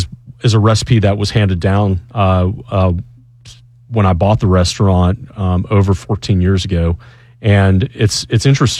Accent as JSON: {"language": "English", "region": "Midwest", "country": "United States", "moved": "yes", "lives_now": "Atlanta, United States", "said": "I'm from the Midwest originally, but have been in the South now over 30 years."}